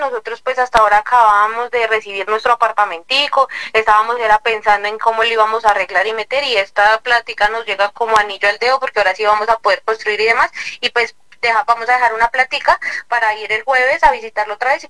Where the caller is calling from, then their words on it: Garagoa, Boyacá, Colombia; Yo lo llamo desde Garagoa, Boyacá.